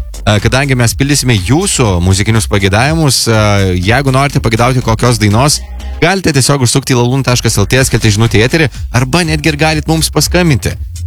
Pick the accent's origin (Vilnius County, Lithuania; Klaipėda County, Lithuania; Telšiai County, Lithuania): Telšiai County, Lithuania; Plungė; accent: Samogitian; netgi aš iš Plungės kartais nesuprantu